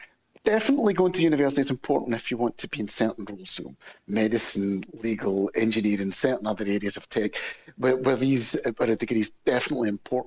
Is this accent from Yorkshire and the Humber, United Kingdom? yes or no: no; Scotland, United Kingdom; when I was growing up in Scotland, it was a no-brainer.